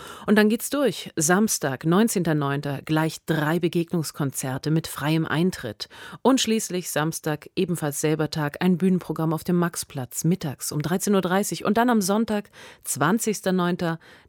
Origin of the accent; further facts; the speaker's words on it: Bavaria, Germany; Das kann ich als gebürtige Oberfränkin mit vollster Überzeugung sagen.